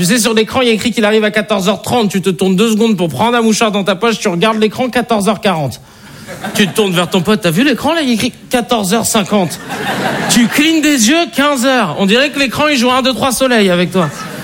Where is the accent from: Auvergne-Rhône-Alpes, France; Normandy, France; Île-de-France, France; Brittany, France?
Île-de-France, France; Paris; Vous savez, j'ai grandi à Paris dans le 19e et ensuite j'ai déménagé dans une ville qui s'appelle Arcueil au sud de Paris.